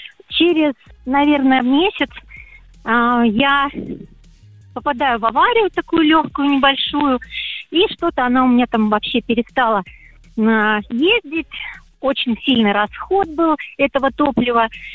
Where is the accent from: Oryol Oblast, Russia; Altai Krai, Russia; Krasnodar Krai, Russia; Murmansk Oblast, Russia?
Oryol Oblast, Russia; Oryol; Я из Орла.